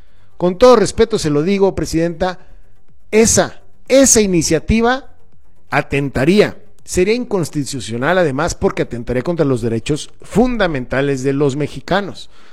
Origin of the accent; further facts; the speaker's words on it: Mexico; porque yo, como mexicano, puedo tener la nacionalidad mexicana por haber nacido en territorio mexicano